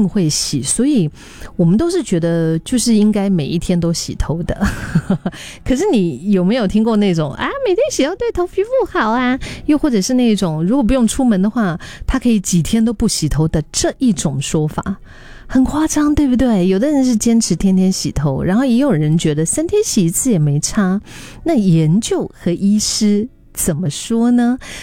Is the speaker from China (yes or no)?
no; Singapore; 我们新加坡人